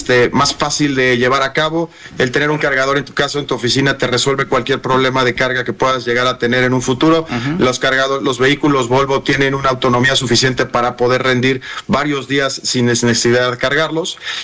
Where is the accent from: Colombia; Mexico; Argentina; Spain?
Mexico; las cosas que hoy en día como mexicanos podemos lograr.